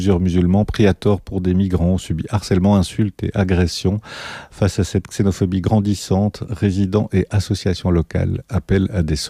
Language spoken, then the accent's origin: French; Belgium; chez nous, en Belgique